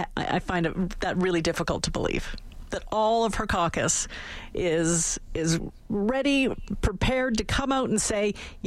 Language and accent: English; Alberta, Canada; I say, hi … I'm Canadian, I talk for a living. So it's just sort of, when you go around the world, you say, yeah, I'm from Canada. Nobody knows where Alberta is, for the most part, in many parts of the world.